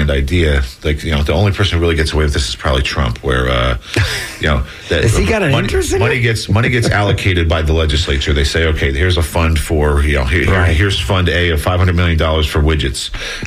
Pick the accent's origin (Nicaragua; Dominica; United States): United States; New Jersey; born or raised there